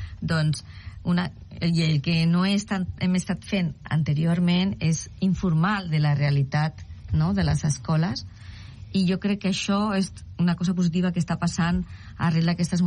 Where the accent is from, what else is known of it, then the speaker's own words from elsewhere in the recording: L'Hospitalet de Llobregat, Catalonia, Spain; jo de cor soc de l'Hospitalet de Llobregat